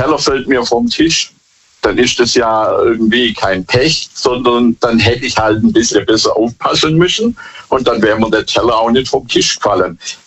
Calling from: Bad Boll, Baden-Württemberg, Germany; ich komme aus Bad Boll.

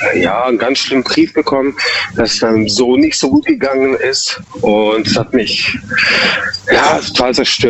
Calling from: Freiburg, Baden-Württemberg, Germany; Ich bin aus Freiburg.

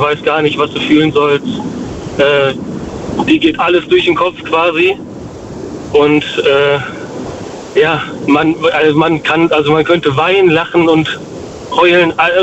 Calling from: Dortmund, North Rhine-Westphalia, Germany; Okay, ja gut, dann aus Dortmund.

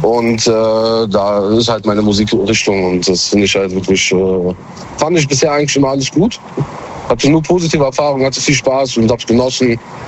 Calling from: Mönchengladbach, North Rhine-Westphalia, Germany; Ich komme aus Gladbach, Mönchengladbach.

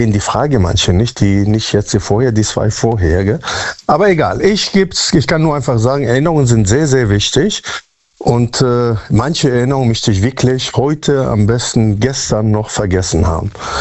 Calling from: Münster, North Rhine-Westphalia, Germany; Münster-Westfalen.

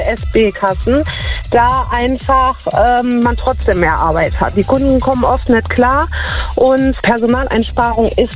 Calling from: Trier, Rhineland-Palatinate, Germany; Hallo, guten Morgen … aus Trier.

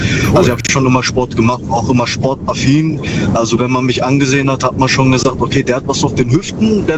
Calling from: Ravensburg, Baden-Württemberg, Germany; Aus Ravensburg.

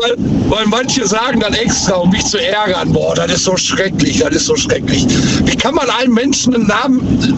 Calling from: North Rhine-Westphalia, Germany; Ich komme vom Niederrhein, Kreis Wesel.

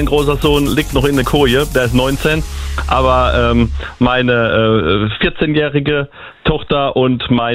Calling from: Lingenfeld, Rhineland-Palatinate, Germany; Ich bin aus Lingenfeld.

